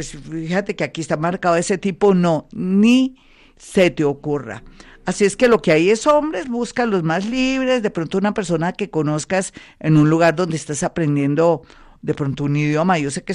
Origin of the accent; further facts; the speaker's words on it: Colombia; nosotros los colombianos